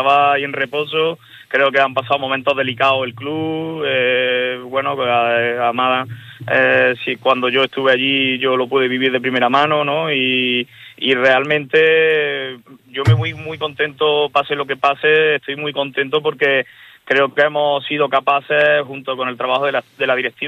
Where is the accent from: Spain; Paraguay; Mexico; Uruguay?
Spain; Córdoba, Andalusia; Sí, bueno, yo realmente, yo soy cordobés